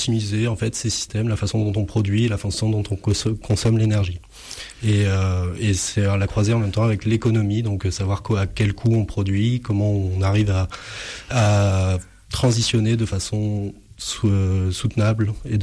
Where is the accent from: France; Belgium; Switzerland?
France; Île-de-France; moved away as an adult; also born or lived in Var / Marseille; now in Mirmande, France; je suis né dans le Var. Et j'ai grandi en région parisienne jusqu'à mes 25 ans environ. Et puis j'avais envie de retrouver mon sud un petit peu natal. Donc avec ma compagne, on est parti s'installer à Marseille là, pendant les 4 dernières années